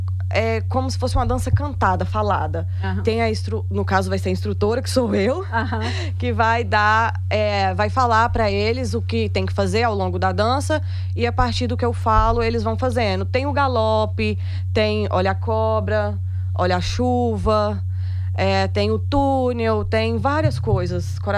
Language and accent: Portuguese; Tarumirim, Minas Gerais, Brazil; moved away; eu sou de Tarumirim, Minas Gerais